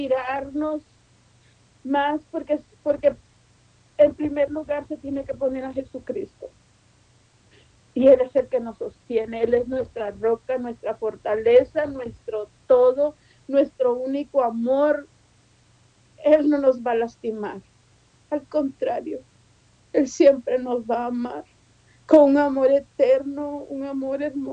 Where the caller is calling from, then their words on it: Guatemala; Yo soy de Guatemala